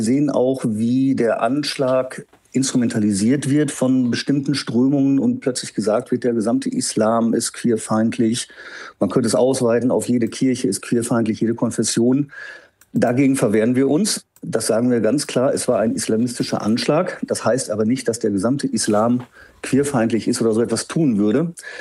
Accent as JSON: {"language": "German", "town": "Münster", "region": "North Rhine-Westphalia", "country": "Germany", "tie": "born or raised there", "said": "So zum Beispiel in meiner Heimatstadt Münster in der nächsten Woche."}